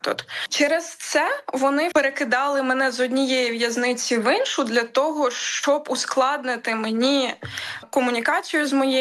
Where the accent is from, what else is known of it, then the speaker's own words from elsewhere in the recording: Crimea, Ukraine; moved away; я народилася і росла в Криму, і частина моєї родини до цих пір залишалася в Криму.